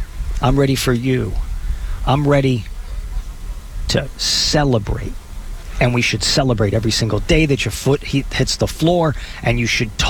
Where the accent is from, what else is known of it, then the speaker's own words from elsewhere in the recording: Texas, United States; So when I grew up in West Texas, one of the things that we had was, we had the different places that you could get to.